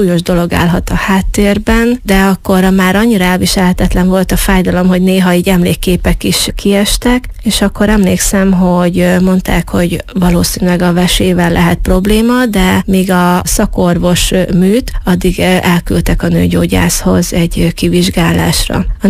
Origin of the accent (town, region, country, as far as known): Zakarpattia Oblast, Ukraine; born or raised there; first language Hungarian; moved away